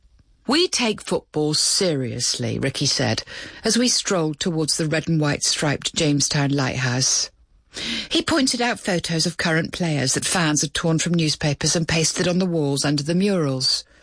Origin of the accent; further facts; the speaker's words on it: Bristol, South West England, United Kingdom; Growing up in Bristol in the 1960s, my dad used to push me under the turnstiles at Ashton Gate, the city